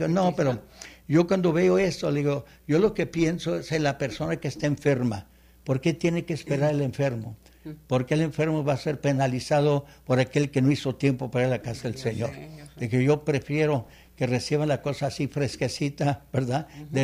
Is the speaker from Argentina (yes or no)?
no; El Paso, Texas, United States; del Paso, Texas, de donde yo vengo